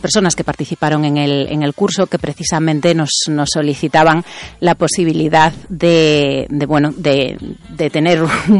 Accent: Ferrol, Galicia, Spain; yo soy de Ferrol.

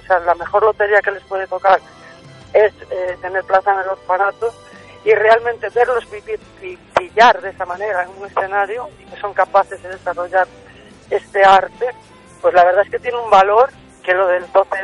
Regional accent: Galicia, Spain; Amarilla Lucense, que es de donde yo soy

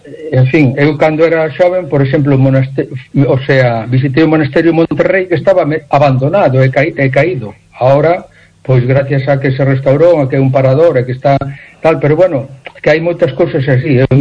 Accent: Lugo, Galicia, Spain; eu nacín en Lugo, aquí, no Lugo Monumental, na Plaza do Campo. Entonces, claro, cando un é dun sitio, te crías ali e pasas a adolescencia e todo eso

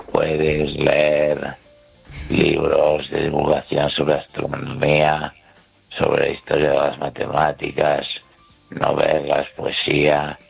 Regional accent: Catalonia, Spain; Spanish is a second language; y de pensar en castellano o en español, y lo he conseguido. Y ahora soy escritor español, es catalán en expresiones española.

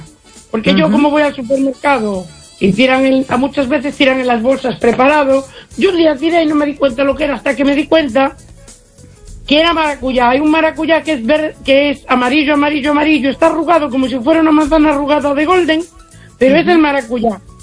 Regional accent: A Coruña, Galicia, Spain; also born or lived in Uruguay; yo soy uruguaya, aunque me crié en La Coruña

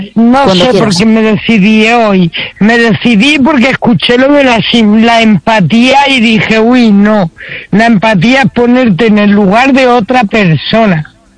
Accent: Madrid, Community of Madrid, Spain; De hecho, yo soy madrileña, pero de sangre andaluza y tengo mucha labia.

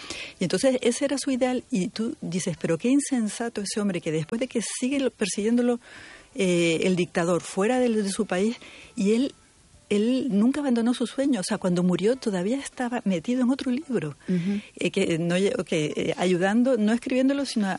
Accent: Spain

